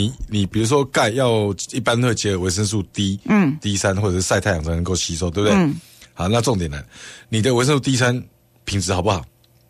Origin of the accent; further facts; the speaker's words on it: Taiwan; 我们台湾人啊，就是整个去统计出来吃钙片哦